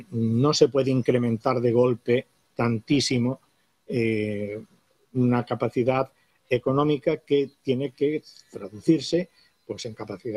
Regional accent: Spain; antes soy militar, pero soy español

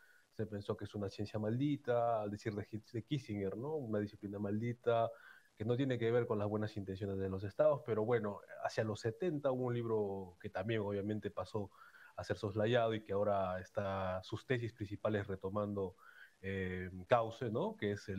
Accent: Peru; como peruano en nuestra América, en Sudamérica

